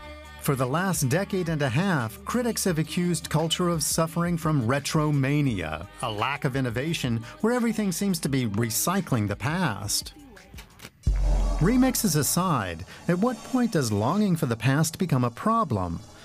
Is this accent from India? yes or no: no; Haskovo, Haskovo Province, Bulgaria; this is my hometown of Haskovo.